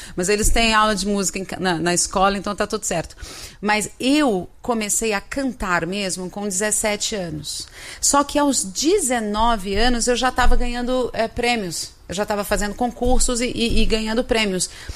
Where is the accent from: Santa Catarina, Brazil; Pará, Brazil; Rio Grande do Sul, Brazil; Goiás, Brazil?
Pará, Brazil; Belém; also born or lived in Rio de Janeiro; Sou de Belém, do Pará